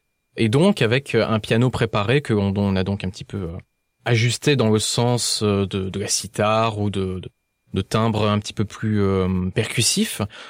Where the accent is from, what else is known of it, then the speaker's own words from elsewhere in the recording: Salon-de-Provence, Provence-Alpes-Côte d'Azur, France; suis rentré au conservatoire de ma petite ville, Salon de Provence, là d'où je viens